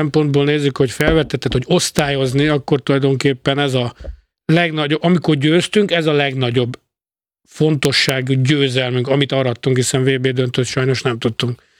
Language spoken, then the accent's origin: Hungarian; Budapest, Hungary; most délelőtt kint voltam anyunál Nagytétényből, felnőttem, Budafok Nagytétény